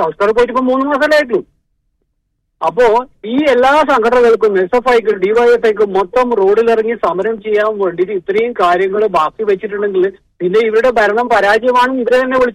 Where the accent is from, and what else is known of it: Kannur, Kerala, India; now in Dubai, United Arab Emirates